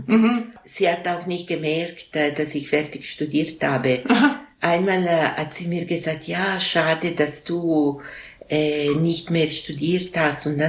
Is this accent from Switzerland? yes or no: yes; Switzerland; born there; accent: the village dialect; Meine Eltern stammen aus Norditalien. Wir haben das gleiche Dialekt wie im Dorf gesprochen. Und man hat uns nicht angesehen, dass wir nicht von dort waren.